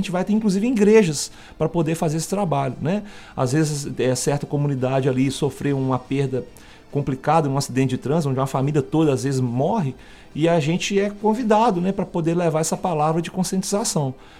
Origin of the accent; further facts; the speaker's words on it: Governador Valadares, Minas Gerais, Brazil; Eu sou nascido e criado em Valadares